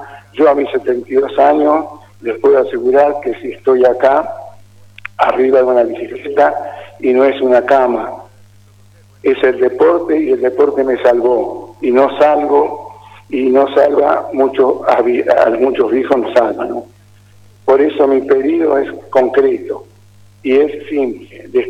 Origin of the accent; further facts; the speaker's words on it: Campana, Buenos Aires Province, Argentina; tengo 72 años, soy vecino de Campana de toda la vida, y soy ciclista.